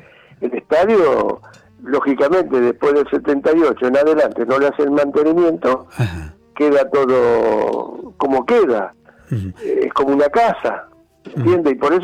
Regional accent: Río Negro, Argentina; now in Mar del Plata, Argentina; Yo soy de oriundo de la provincia de Río Negro, y cuando vine a Mar del Plata

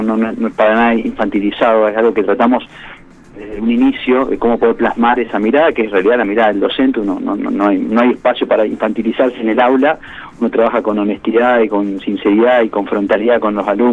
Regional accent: Santa Fe, Argentina; now in Buenos Aires, Argentina; yo, que soy santafesino, pero que vivíamos en aquel momento, y bueno, desde un poco antes vivimos en Buenos Aires los tres

